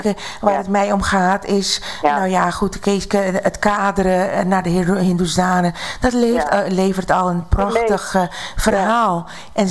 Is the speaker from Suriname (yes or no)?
yes; Suriname; Ik ben dus ook ergens ik ben in Suriname opgegroeid. Tussen alle bevolkingsgroepen.